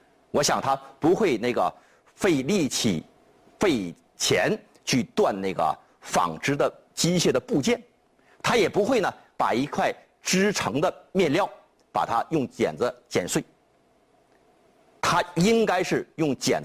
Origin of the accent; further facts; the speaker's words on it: China; 我们中国人